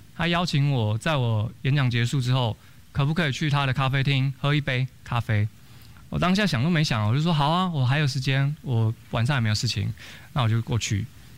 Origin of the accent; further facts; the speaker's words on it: Taiwan; 因为我说了我来自台湾